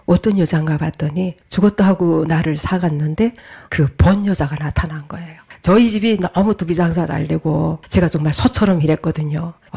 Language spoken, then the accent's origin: Korean; North Korea; 제가 다른 탈북민들과 저는 똑같습니다.